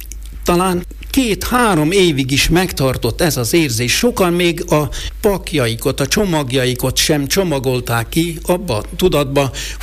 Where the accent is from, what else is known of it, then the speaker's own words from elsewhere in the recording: Hidaskürt, Trnava Region, Slovakia; kíváncsivá váltam arra, hogy szülőfalum története hogyan alakult, mikor alakult a község.